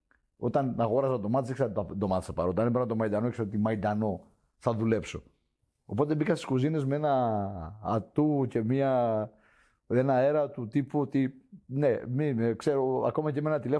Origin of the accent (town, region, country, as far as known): Crete, Greece; born or raised there